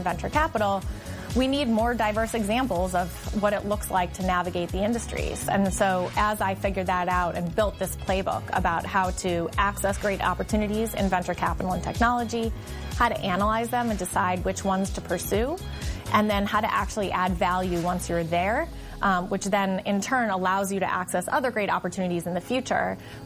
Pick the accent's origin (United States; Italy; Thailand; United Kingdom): United States; Illinois; I grew up in Illinois. I started my career journey very young, watching technology disrupt both of my parents' jobs.